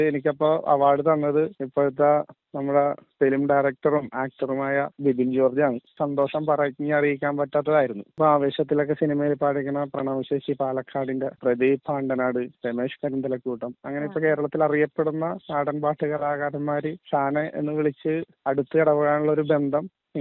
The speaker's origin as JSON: {"language": "Malayalam", "town": "Mulavad", "region": "Kerala", "country": "India", "tie": "born or raised there", "said": "മുളവാട് ഒരു ഗ്രാമത്തിൽ ജനിച്ചു വളർന്നാണ്. ചെറുപ്പം മുതല് പാട്ടും ഡാൻസൊക്കെ ആയിട്ട് നടന്നു."}